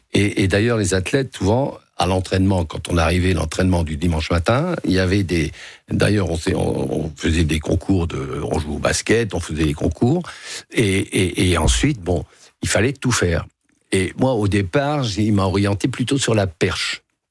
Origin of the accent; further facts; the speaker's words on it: Hauts-de-France, France; parce que je suis un enfant des cons, je suis du Nord, hein